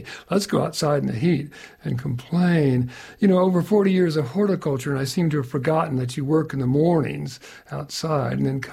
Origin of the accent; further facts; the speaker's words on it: Eastern United States, United States; now in Arizona, United States; Ms. Mosquiti and I are both our childhood Easterners. We grew up in the East